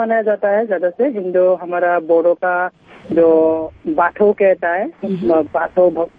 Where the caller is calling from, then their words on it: Assam, India; first language Bodo; Hindi is a second language; मेरा सोनीपुर में